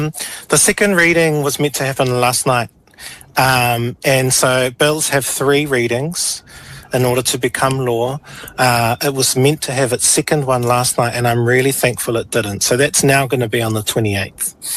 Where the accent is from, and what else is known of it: New Zealand